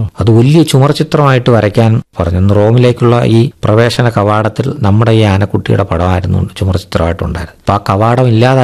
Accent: Kerala, India

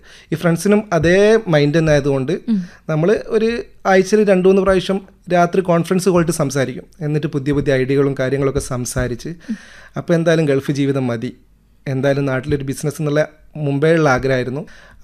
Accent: Balussery, Kerala, India; ഞാൻ കോഴിക്കോട് ജില്ലയിൽ ബാലുശ്ശേരി എന്ന സ്ഥലത്ത് നിന്നാണ് വരുന്നത്.

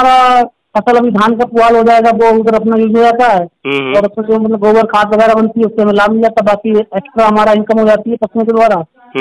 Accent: Mudiya Bhikampur, Uttar Pradesh, India; और मेरा गांव मुड़िया भीकमपुर।

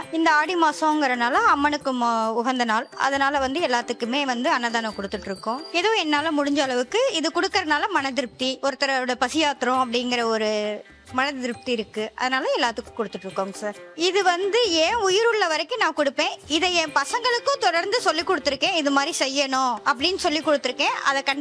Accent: Karur, Tamil Nadu, India; நாங்கள் கரூர் சின்னண்ணா கோவிலில் இருக்கோம். நான் பிறந்து வளர்ந்தது எல்லாமே கரூர் தான்.

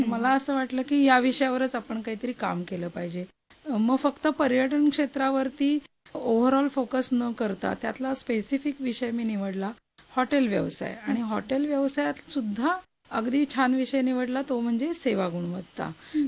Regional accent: Ichalkaranji, Maharashtra, India; moved away; मी मूळची आहे इचलकरंजीची म्हणजे कोल्हापूरची आहे, पण इथं आल्याच्या नंतर इथला जो माणूस आहे तो इथलाच कायमचा होऊन जातो असं वाटतं मला की माझा जन्म देखील इथंच झालेला आहे.

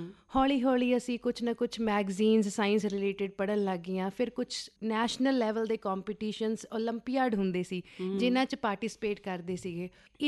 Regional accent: Patiala, Punjab, India; born there; also born or lived in Rajpura; now in Jalandhar, India; ਮੇਰਾ ਜਨਮ ਪਟਿਆਲਾ ਸ਼ਹਿਰ ਦੇ ਵਿੱਚ ਹੋਇਆ

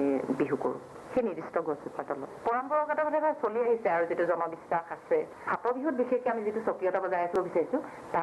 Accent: Assam, India; আমি গাঁৱৰ পৰা ওলাই গৈছোঁ, আমি আমাৰ অসমীয়া সমাজত এটা কথা আছে 3 বস্ত্ৰ ল'ব লাগে

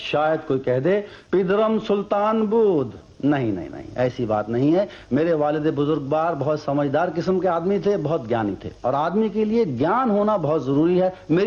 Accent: Jammu and Kashmir, India; born there; मैं अपने देश के इसी खूबसूरत इलाके में पैदा हुआ था। मैं कश्मीरी पंडित बिरादरी से ताल्लुक रखता हूं।

